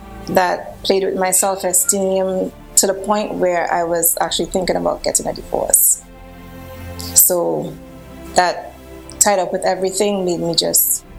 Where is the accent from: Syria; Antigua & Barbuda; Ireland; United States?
Antigua & Barbuda; I am from Antigua and Barbuda.